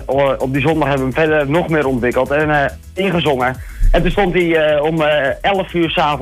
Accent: Medemblik, North Holland, Netherlands; Ik kom uit Medemblik

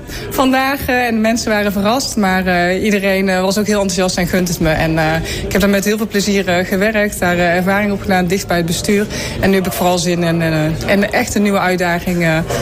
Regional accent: North Brabant, Netherlands; moved away as an adult; now in Doetinchem, Netherlands; Ik kom oorspronkelijk uit Brabant, wat me wellicht te horen is. En ik ben voor de liefde naar de Achterhoek verhuisd en ook hier verliefd op de streek geworden.

